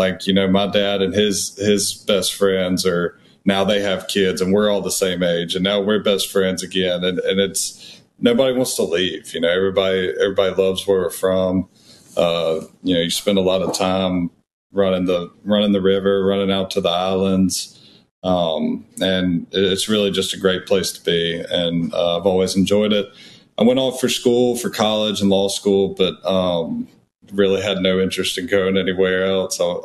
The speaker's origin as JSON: {"language": "English", "town": "Pascagoula", "region": "Mississippi", "country": "United States", "tie": "born or raised there", "also_born_or_lived": "Ocean Springs, Mississippi / Moss Point, Mississippi", "said": "I went to Trent Lott Middle School in Pascagoula, on to Calmer, both named after our good congressman from Pascagoula. And then on to Pascagoula High School."}